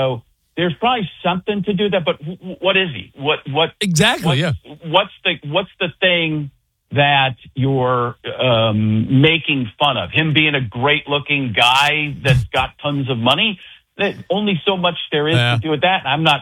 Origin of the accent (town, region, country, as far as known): Waukesha, Wisconsin, United States; born or raised there